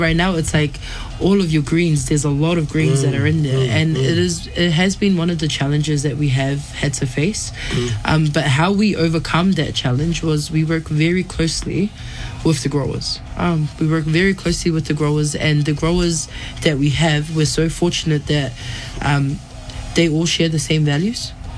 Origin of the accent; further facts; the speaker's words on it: New Zealand; yes, I am American Samoan Tongan, born and raised in New Zealand, but the store isn't just a Samoan store.